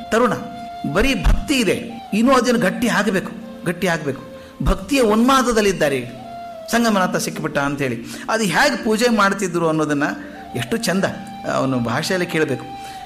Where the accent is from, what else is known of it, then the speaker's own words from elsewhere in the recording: Bilagi, Bagalkot, Karnataka, India; ನಾನು ಅಲ್ಲಿಯವನೇ, ಆ ಏರಿಯಾದವನೇ.